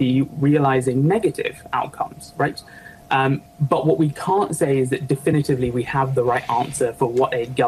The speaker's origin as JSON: {"language": "English", "country": "Pakistan", "tie": "born there", "said": "I was born in Pakistan. I'm not technically the representative of Pakistan, but that's the country that I'm tagged with because that's where I was born."}